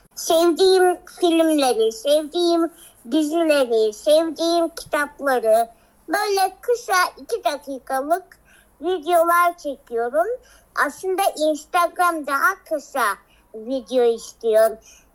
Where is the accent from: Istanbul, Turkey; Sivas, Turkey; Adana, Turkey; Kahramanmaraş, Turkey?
Adana, Turkey; ve bir Adanalıyım.